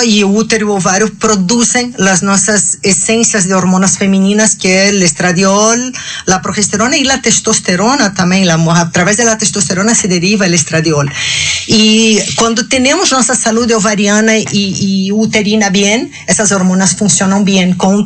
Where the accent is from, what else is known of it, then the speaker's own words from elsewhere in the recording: Brazil; Spanish is a second language; moved away as an adult; now in Puebla, Mexico; Soy de Brasil, tengo acá desde 9 años.